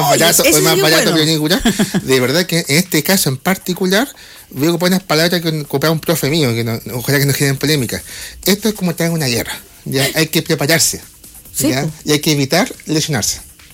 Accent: Copiapó, Atacama, Chile; moved away; yo me crié en Cuyapó, igual conozco bien la zona

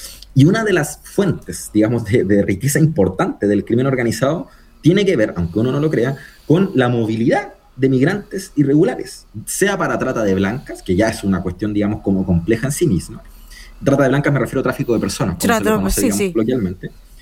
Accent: Chile

